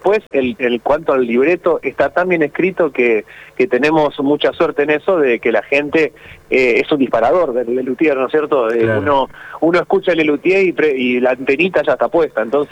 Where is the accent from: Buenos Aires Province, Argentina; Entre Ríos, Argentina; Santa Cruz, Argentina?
Entre Ríos, Argentina; Paraná; Nosotros somos de Paraná, Entre Ríos.